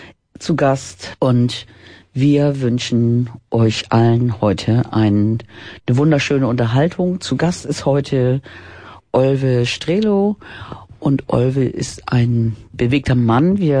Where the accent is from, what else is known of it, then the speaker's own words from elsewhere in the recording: Hamburg, Germany; Nee, ich komme nie aus Harburg, ich komme aus Altona.